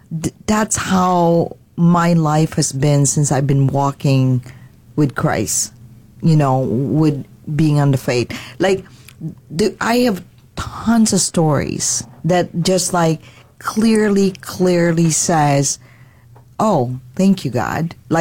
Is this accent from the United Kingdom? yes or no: no; Philippines; Well, tell her I'm Filipino, so she's probably going to like that.